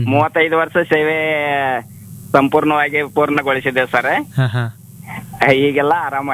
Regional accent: Konnur, Karnataka, India; also born or lived in Belagavi / Dharwad; now in Chikkodi, India; ಚಿಕ್ಕೋಡಿಯಲ್ಲಿ settle ಆಗಿದ್ದೇವೆ sir. ನಮ್ಮೂರು ಕೊಣ್ಣೂರು ಬಂತು ಸರ್, ಗೋಕಾಕ್ ತಾಲೂಕು. ಈಗ ನಾವು ಸೆಟ್ಲ್ ಆದ್ದು ಚಿಕ್ಕೋಡಿಯಲ್ಲೇ ಸರ್.

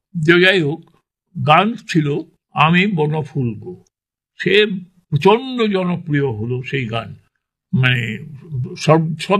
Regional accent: Kolkata, West Bengal, India; born there; তখন আমরা বউবাজার থেকে আমাদের বাড়ি শিফট করে শ্যামবাজারে চলে গেলাম।

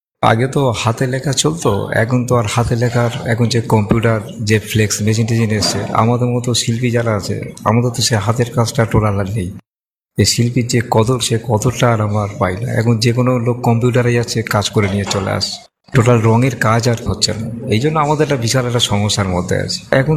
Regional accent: Magrahat, West Bengal, India; আমার বাড়ি মগরাহাট

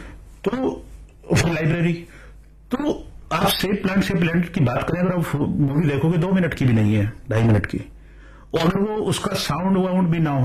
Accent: Delhi, India; born there; मैंने आपको बताया मैं दिल्ली में पैदा हुआ हूं but I belong to Himachal Pradesh Hamirpur district

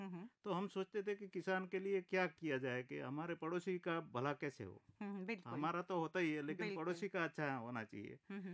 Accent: Gujarat, India; हमारे Banaskantha dry area है बिल्कुल, तो वहाँ पे पानी का कोई वो नहीं रहता है

